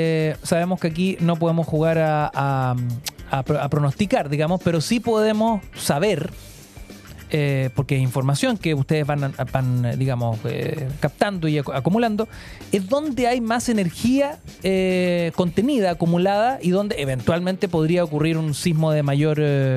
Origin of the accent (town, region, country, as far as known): Chile